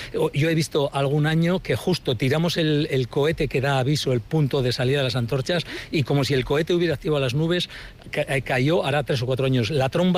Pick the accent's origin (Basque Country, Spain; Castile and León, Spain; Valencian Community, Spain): Basque Country, Spain; Muskiz; yo soy de Muskis y tenemos la bajada de antorchas.